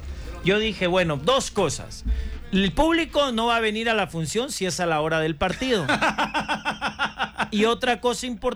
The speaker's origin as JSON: {"language": "Spanish", "region": "Mexico City", "country": "Mexico", "tie": "born there", "said": "Yo nací en ahora Ciudad de México. Antes México DF, en la capital. Ajá. Yo nací ahí. Pero pues me he criado en todas partes."}